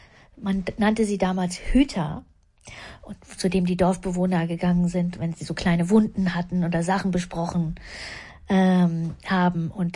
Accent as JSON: {"language": "German", "town": "Schönhausen", "region": "Saxony-Anhalt", "country": "Germany", "tie": "born or raised there", "also_born_or_lived": "Havelberg", "said": "Bin ich geboren in dem Krankenhaus und in Schönhausen an der Elbe bin ich aufgewachsen."}